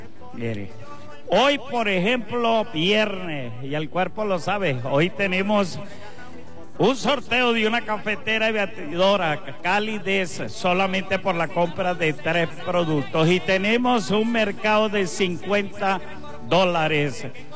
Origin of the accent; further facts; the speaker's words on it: Venezuela; llanera que nos identifica como excelentes venezolanos.